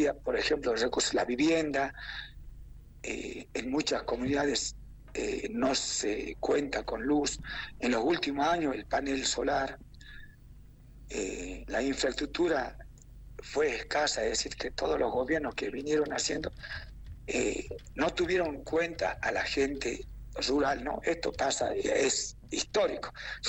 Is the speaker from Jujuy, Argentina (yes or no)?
yes; Abrapampa, Jujuy, Argentina; La mayoría lo ejercí acá en la Puna de Jujuy, bueno, yo soy oriundo de Abrapampa, ¿no? Y bueno, también tengo mis raíces por acá muy cercano a Miraflores y a Cochinoca.